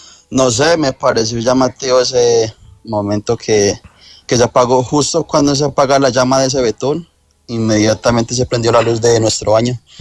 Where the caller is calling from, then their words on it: Génova, Quindío, Colombia; Le hablo desde Genoa, Quindío.